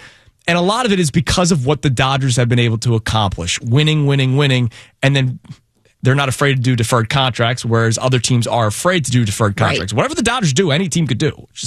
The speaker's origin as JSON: {"language": "English", "town": "Philadelphia", "region": "Pennsylvania", "country": "United States", "said": "I'm from Philadelphia"}